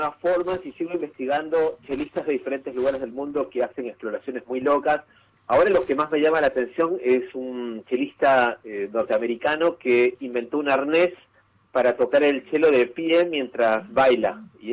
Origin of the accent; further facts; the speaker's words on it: Peru; now in Argentina; yo vengo hace años ya acá en la Argentina, me radiqué, yo soy de Perú, como dijiste